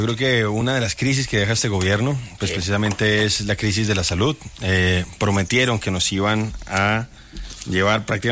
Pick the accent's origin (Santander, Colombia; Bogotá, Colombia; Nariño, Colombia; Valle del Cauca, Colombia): Bogotá, Colombia; Bogotano.